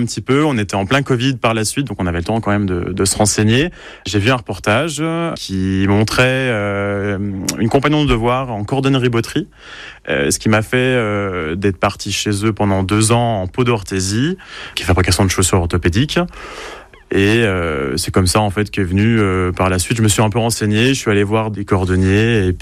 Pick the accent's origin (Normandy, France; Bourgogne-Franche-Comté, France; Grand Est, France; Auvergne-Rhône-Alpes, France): Bourgogne-Franche-Comté, France; Oui, moi je suis de la région, je suis de Haute-Saône